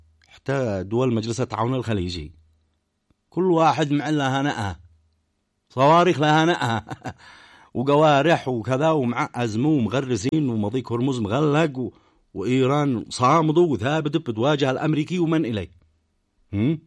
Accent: Yemen; على بلادنا اليمن؟

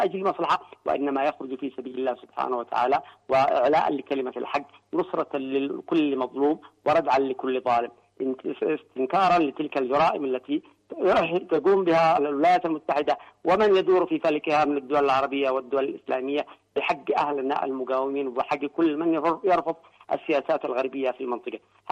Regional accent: Yemen; ومن حياتنا نحن كيمنيين

